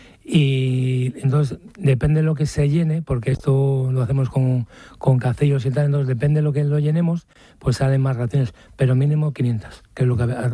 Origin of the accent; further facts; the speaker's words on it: Maliaño, Cantabria, Spain; como nos llaman cachoneros a los que somos de Maliaño